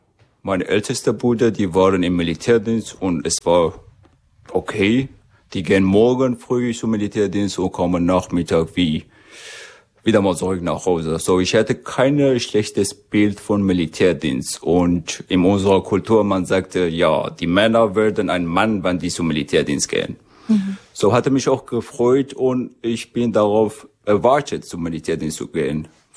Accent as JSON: {"language": "German", "region": "Kurdistan", "country": "Iran", "second_language": "German", "moved": "yes", "said": "Wir sind Kurde, wir sind Kämpfer."}